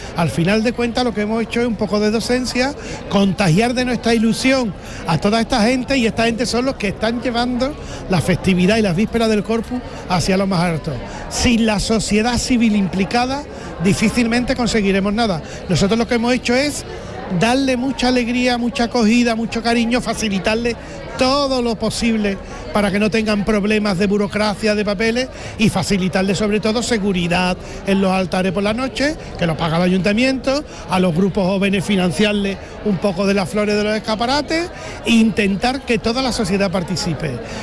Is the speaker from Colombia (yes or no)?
no; Seville, Andalusia, Spain; simplemente somos sevillanos enamorados en esta ciudad